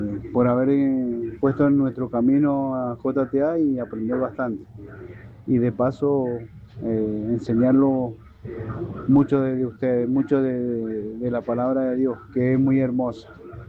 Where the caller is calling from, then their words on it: Las Heras, Mendoza, Argentina; nosotros somos de La Acera, de parte del Plumerillo. Estamos en la calle Dorrego y Lisandro Moyano.